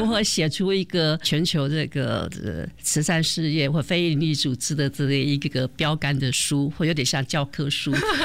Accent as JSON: {"language": "Chinese", "town": "Hualien", "region": "Hualien County", "country": "Taiwan", "tie": "born or raised there", "said": "那我是花莲出生长大的孩子，慈济在花莲或在台湾它算是一个很重要的一个精神指标，那我身为一个花莲人"}